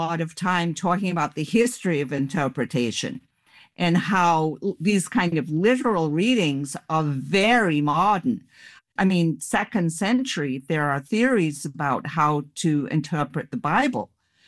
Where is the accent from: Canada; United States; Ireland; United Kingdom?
United Kingdom; moved away; See, I was raised in Britain.